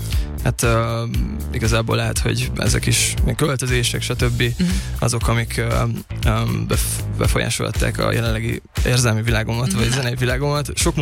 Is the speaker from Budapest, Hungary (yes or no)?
no; Nyíregyháza, Szabolcs-Szatmár-Bereg, Hungary; moved away; Igen, nyíregyházi vagyok